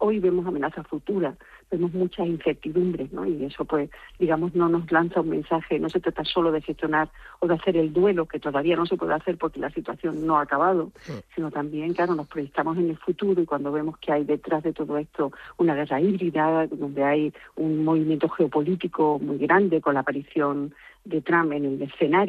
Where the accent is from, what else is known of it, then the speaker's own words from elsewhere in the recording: Ceuta, Spain; also born or lived in Las Palmas de Gran Canaria; Sí, yo nací en Las Palmas de Gran Canaria de forma circunstancial, porque mis padres, que sí eran de Ceuta...